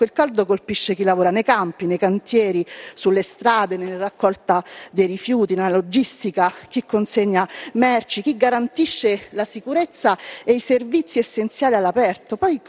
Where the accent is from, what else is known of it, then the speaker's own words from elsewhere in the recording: Lazio, Italy; anche la mia terra, la Ciociaria